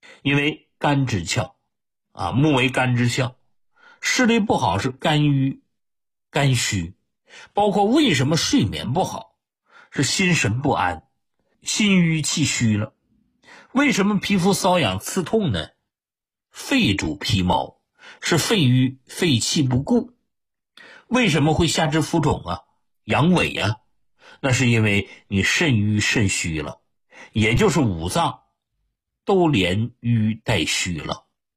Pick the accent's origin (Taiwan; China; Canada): China; 不像是我们中国人特别善于归纳总结